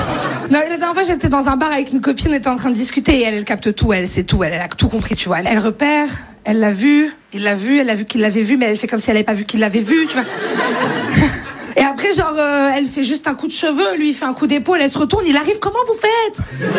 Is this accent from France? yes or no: yes; Nice, Provence-Alpes-Côte d'Azur, France; moved away as an adult; Je suis née à Nice. J'ai grandi à Nice jusqu'à mes 18 ans, quasiment. Ma mère est toujours à Nice, mon père est un Cannois.